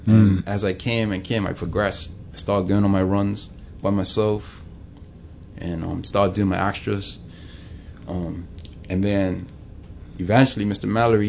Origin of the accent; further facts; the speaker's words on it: Bermuda; me and my friends growing up in Audra